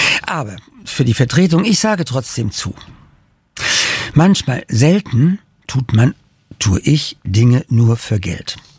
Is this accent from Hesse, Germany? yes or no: yes; Darmstadt, Hesse, Germany; geht die Sonne unter, hinter den Darmstädter Palmen. Ein plötzlich rosa Himmel und ich freue mich an meiner Heimatstadt